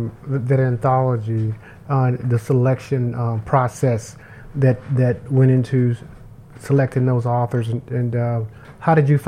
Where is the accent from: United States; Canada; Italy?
United States; the South; I'm from the South.